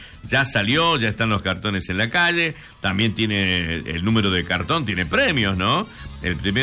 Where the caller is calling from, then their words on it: Formosa, Argentina; Yo soy de Formosa, pero vivo acá en Salta, en Salta Capital.